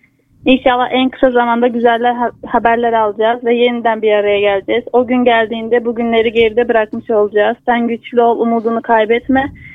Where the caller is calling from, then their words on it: Ceyhan, Adana, Turkey; Adana Ceyhan'dan arıyorum